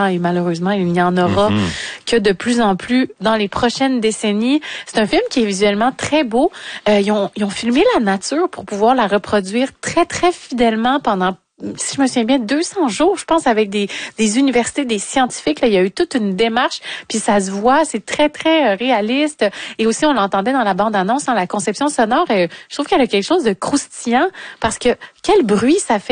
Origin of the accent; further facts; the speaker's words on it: Rimouski, Quebec, Canada; C'est peut-être un régionaliste parce que je viens de Rimouski. Je ne suis pas montréalaise.